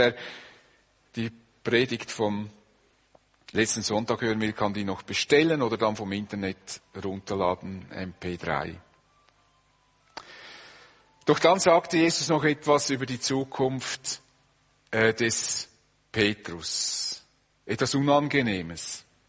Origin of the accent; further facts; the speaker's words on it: Switzerland; Das wollen wir gar nicht und als Schweizer schon erst recht nicht.